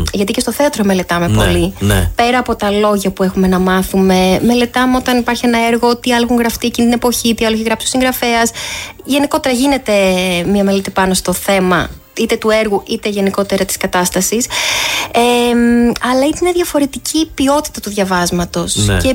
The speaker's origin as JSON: {"language": "Greek", "town": "Lamia", "region": "Central Greece", "country": "Greece", "said": "Γιατί εγώ κατάγομαι και από τη Λαμία"}